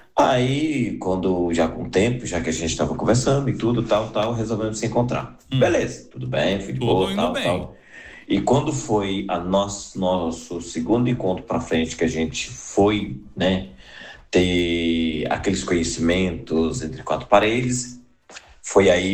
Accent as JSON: {"language": "Portuguese", "town": "Fortaleza", "region": "Ceará", "country": "Brazil", "tie": "born or raised there", "said": "Eu morava em Fortaleza ainda, minha terra."}